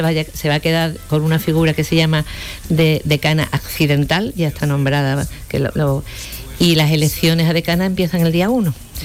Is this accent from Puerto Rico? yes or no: no; Ceuta, Spain; moved away; Yo me crié en Ceuta. Me crié en Ceuta, como bien dice la gente de Ceuta, con cuatro culturas diferentes, sin ningún tipo de problema.